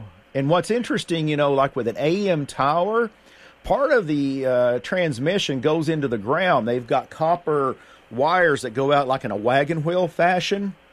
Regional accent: Tennessee, United States; born there; moved away

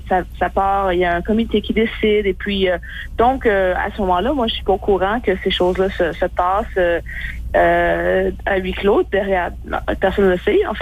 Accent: Quebec, Canada; j'ai quand même passé 20 ans de ma vie ici. Bien sûr, je viens du Québec.

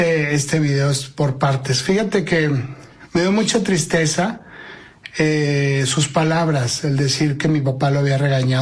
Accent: northern Mexico, Mexico; porque mi papá, o nosotros como norteños, hablamos muy, muy golpeado.

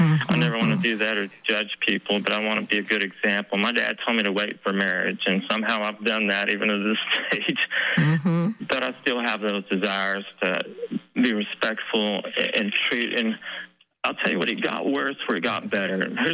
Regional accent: Weatherford, United States; I was eating at my a pizza place in my hometown of Weatherford I grew up in.

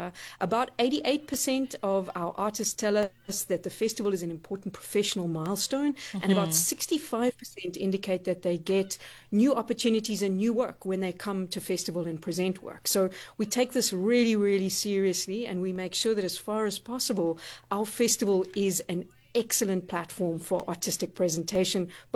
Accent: South Africa; being a South African, all the things that make us who we are, our difficult past

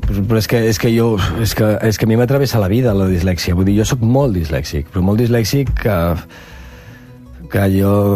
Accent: Verges, Catalonia, Spain; also born or lived in Rupià; Jo vaig viure a Verges, vaig créixer a Verges. La meva família de l'Empordà és de Verges, som fills de Verges, de tota la vida.

